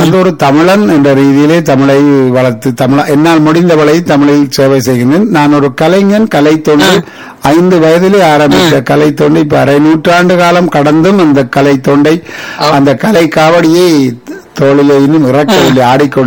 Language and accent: Tamil; Sri Lanka; moved away as an adult; now in Canada; ஈழத்தமிழ் தாய் பெற்ற தமிழ் மகன், ஈழத்தமிழ் தாய் ஊட்டிய பால் குடித்தவன், ஈழத்தமிழ் மண்ணிலே ஓடி திரிந்தவன், தமிழை சுவாசிப்பவன், தமிழை வாசிப்பவன், தமிழை நேசிப்பவன், தமிழ் ஆசிரியனாக பேராசிரியராக இருந்திருக்கின்றேன் இலங்கையிலே.